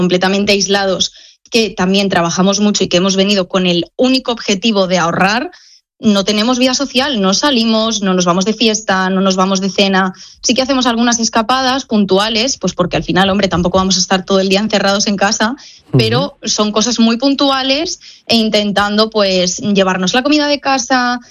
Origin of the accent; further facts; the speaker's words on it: Spain; cada vez que les decimos que somos españoles